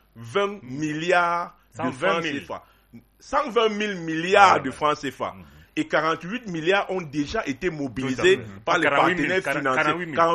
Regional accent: Cameroon; Nous, même si nous soutenons de temps en temps ce régime parce que nous sommes des Camerounais et nous devons aller vers la paix

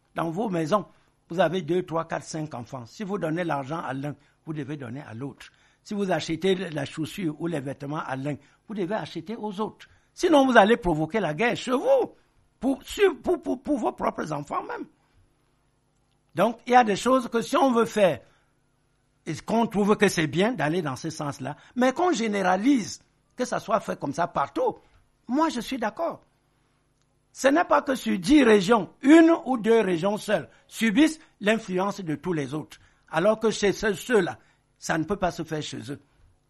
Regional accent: Cameroon; Nous sommes tous des Camerounais, on est tous des frères à part entière. Hein. Voilà, on est libre de s'installer partout au Cameroun.

